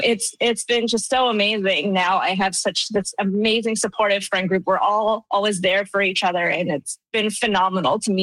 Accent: Newfoundland and Labrador, Canada; moved away as an adult; now in Regina, Canada; So I'm originally from Newfoundland. I moved to Regina about 13 years ago.

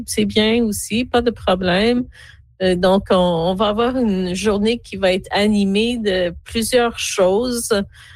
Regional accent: Quebec City, Quebec, Canada; now in Ontario, Canada; la maison où j'ai grandi à Cap-Rouge dans les années 70.

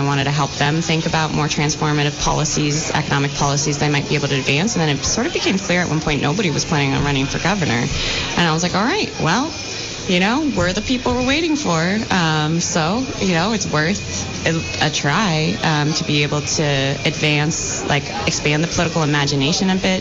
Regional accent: Vermont, United States; I think it's sort of coming from growing up in Vermont, of a unique political ideology

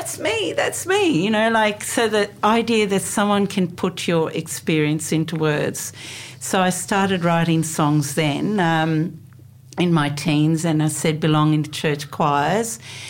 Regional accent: Sri Lanka; I was born in Sri Lanka.

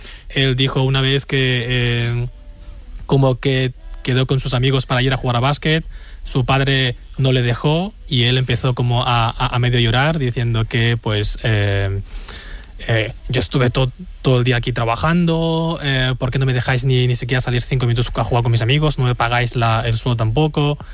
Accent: Spain; pero igualmente hemos aprendido un poco a descansar como españoles

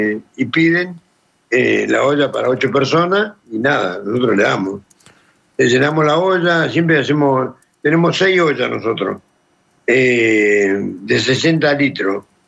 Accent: Caleta Olivia, Santa Cruz, Argentina; moved away; mi ciudad, que es Caleta Olivia

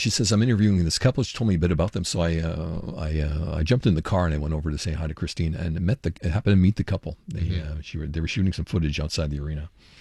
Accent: Montreal, Quebec, Canada; A guy I grew up with in Ville Saint-Laurent.

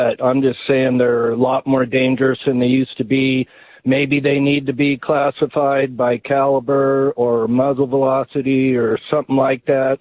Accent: Oregon, United States; I grew up in Central Oregon, a native of Oregon.

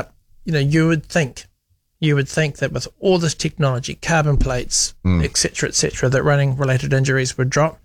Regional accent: Napier, Hawke's Bay, New Zealand; when I was growing up as a kid, I grew up in Napier.

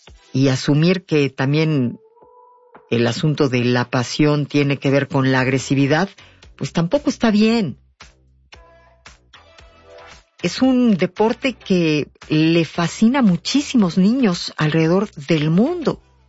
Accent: Mexico; Como nos ha pasado a muchos mexicanos

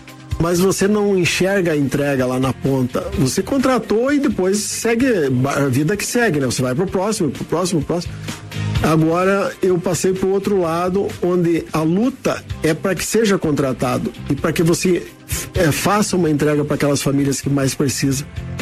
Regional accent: Rio Grande do Sul, Brazil; born there; also born or lived in Paraná / Curitiba; Eu nasci no Rio Grande do Sul, morei no sudoeste do Paraná, morei em Curitiba, depois voltamos para o interior.

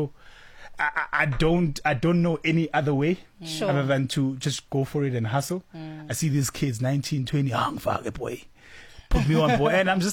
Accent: Brayton, Mpumalanga, South Africa; I'm a kid from Brayton, Mpumalanga. I don't know anybody in Joburg.

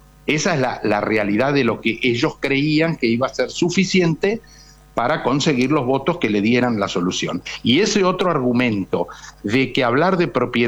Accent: San Luis, Argentina; Yo soy de San Luis

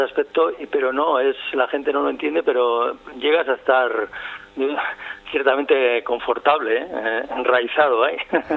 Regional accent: Reinosa, Cantabria, Spain; Yo soy de Reynosa.

